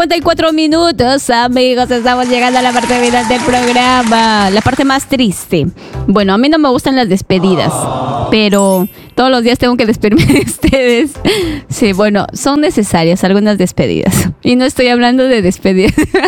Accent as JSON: {"language": "Spanish", "town": "Pampas", "region": "Huancavelica", "country": "Peru", "tie": "born there", "moved": "yes", "said": "Me escriben desde Pampas, Ayacaja. Me encanta saber que en mi tierra natal, el lugar donde nací, me escuchan."}